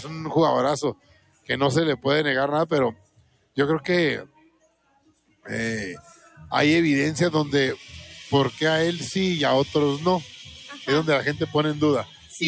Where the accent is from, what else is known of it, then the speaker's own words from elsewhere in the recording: Mexico; porque somos mexicanos